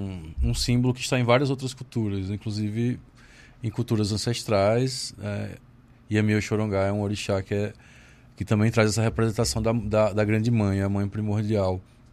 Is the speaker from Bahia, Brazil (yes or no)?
no; Arapiraca, Alagoas, Brazil; Assim, eu nasci e cresci em Arapiraca.